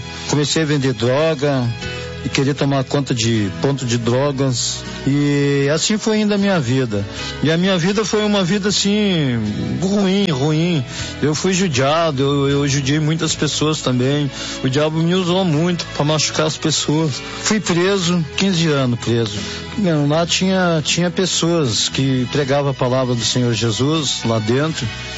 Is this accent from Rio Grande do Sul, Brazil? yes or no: yes; Rio Grande do Sul, Brazil; Sou do Rio Grande do Sul, tenho 55 anos.